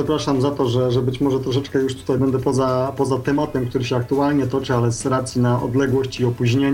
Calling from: Canary Islands, Spain; dzwonię z Wysp Kanaryjskich, czyli z Hiszpanii

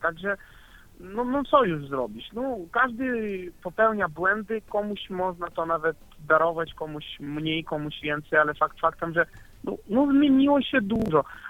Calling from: Russia

